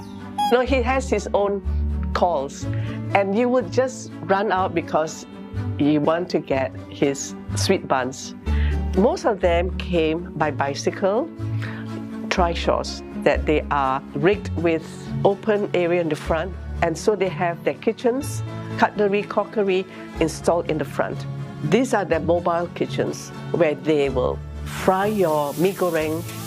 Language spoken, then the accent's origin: English; Katong, Singapore; In the 60s, when I was growing up in Kachong, we had a whole parade of street vendors, and they came in all forms of transportation.